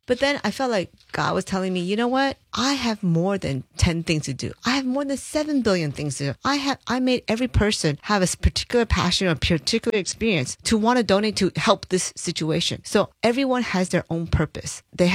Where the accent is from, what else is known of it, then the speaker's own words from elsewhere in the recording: New York, United States; born there; I was born in New York